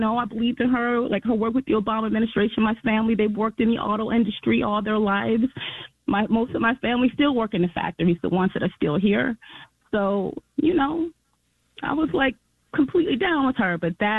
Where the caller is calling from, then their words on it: Detroit, Michigan, United States; I'm from Detroit. My family's from Detroit. We've been here for forever. And I'm a moderate. I'm 29.